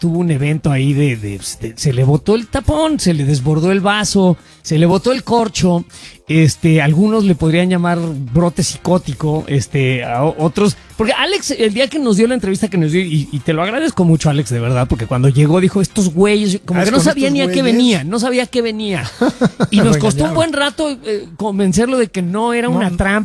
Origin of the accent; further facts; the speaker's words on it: Mexico; veo la porque jodones somos los mexicanos, ¿no?